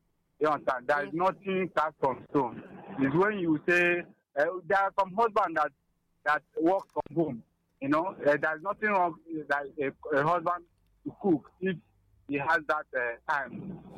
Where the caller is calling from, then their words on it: Enugu, Enugu State, Nigeria; I'm calling from Enugu.